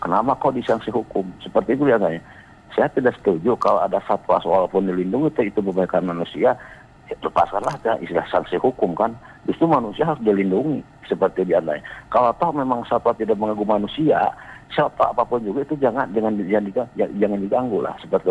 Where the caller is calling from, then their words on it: Bandung, West Java, Indonesia; Saya dari Bandung Timur ya.